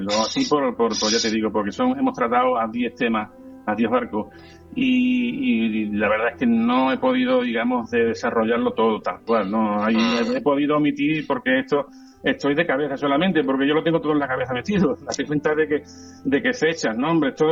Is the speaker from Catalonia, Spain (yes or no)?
no; Cádiz, Andalusia, Spain; yo soy de Cádiz